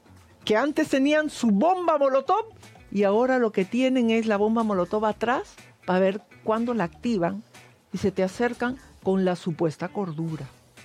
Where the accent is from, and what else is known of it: Peru; moved away